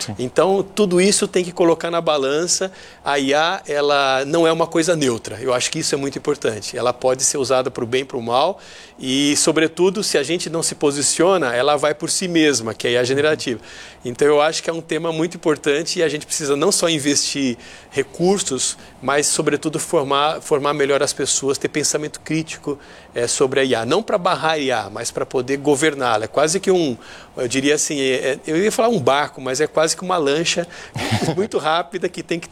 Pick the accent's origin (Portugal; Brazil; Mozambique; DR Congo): Brazil; Rio de Janeiro; now in São Paulo, Brazil; O problema, eu venho do Rio de Janeiro, um grande problema da cidade e da sociedade carioca, não só, né? Aqui em São Paulo também.